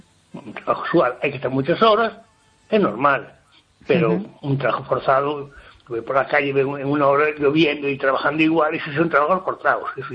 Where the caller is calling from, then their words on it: Ferrol, Galicia, Spain; aquí de Ferrol.